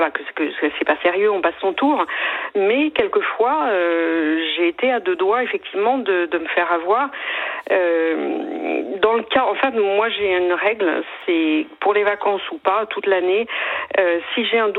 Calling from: Brittany, France; Alors, je vous appelle de Bretagne.

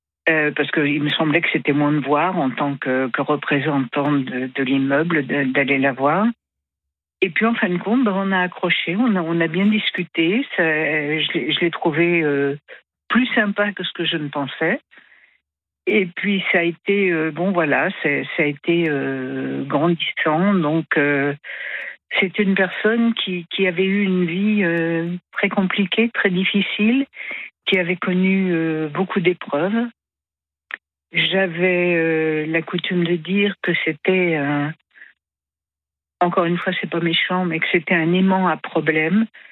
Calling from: Paris, Île-de-France, France; je vous appelle de Paris.

